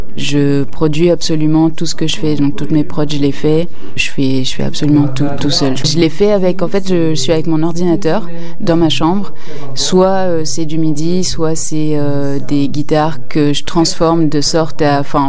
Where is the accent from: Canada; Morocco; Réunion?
Réunion; Je viens de La Réunion.